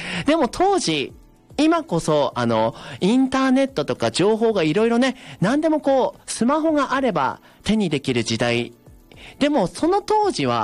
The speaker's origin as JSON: {"language": "Japanese", "town": "Yuzawa", "region": "Akita", "country": "Japan", "tie": "born or raised there", "said": "僕は出身が湯沢市で、"}